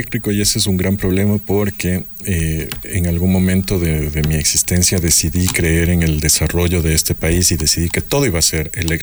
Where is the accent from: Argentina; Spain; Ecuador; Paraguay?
Ecuador; nosotros como ecuatorianos